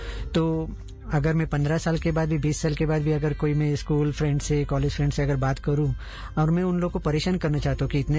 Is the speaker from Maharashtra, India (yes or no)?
yes; Mumbai, Maharashtra, India; हम मुंबई से बिलोंग करते